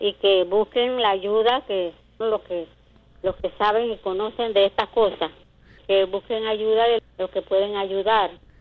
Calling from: San Miguelito, Panamá, Panama; De aquí del Valle San Isidro, de Torrijos Carter.

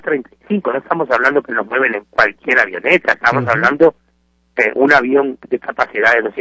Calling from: Orlando, Florida, United States; yo provengo de Orlando

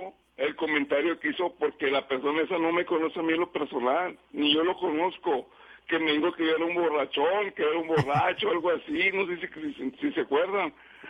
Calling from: Mexico; México, yo soy mexicano, hasta las cachas.

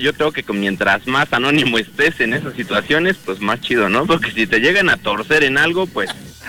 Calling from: Mexico City, Mexico; del meritito Tlalpan.

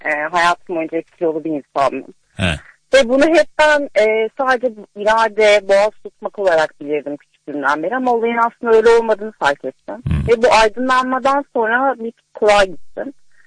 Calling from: Istanbul, Turkey; Ataşehir'den arıyorum, İstanbul'dan.

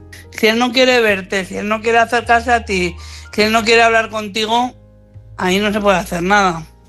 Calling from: Madrid, Community of Madrid, Spain; Buenas noches, corresponsales. … de Madrid.

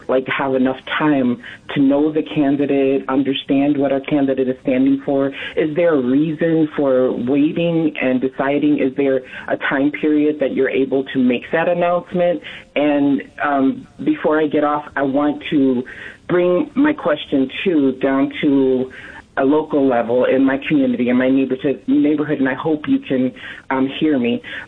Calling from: Chicago, Illinois, United States; I'm in Chicago.

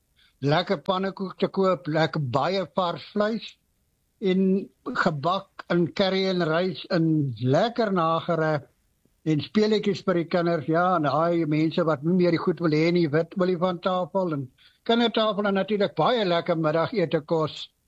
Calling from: Zastron, Free State, South Africa; ek is van Zatron in die Suid-Vrystaat, op die voet van die Aalgroeberg, so 200 km suid van Bloemfontein.

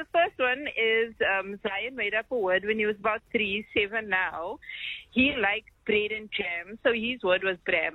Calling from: South Africa; Anglicans, because we are South African like that.

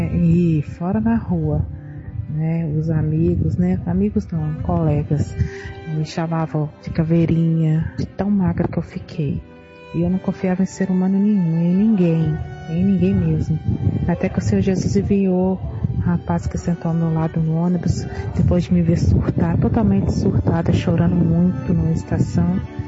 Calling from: Belo Horizonte, Minas Gerais, Brazil; sou de BH.

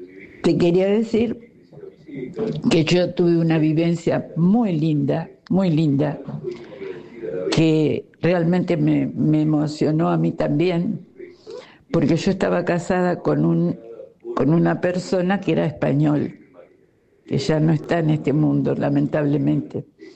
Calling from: Bahía Blanca, Buenos Aires Province, Argentina; de Bahía Blanca.

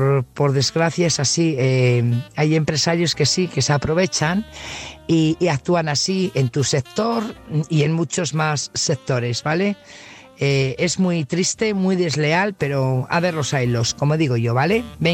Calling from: Burgos, Castile and León, Spain; Buenas noches … corresponsal de Burgos.

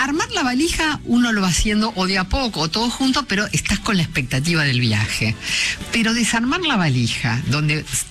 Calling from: José León Suárez, Buenos Aires Province, Argentina; Los saludo con mucho cariño … de José León Suárez.

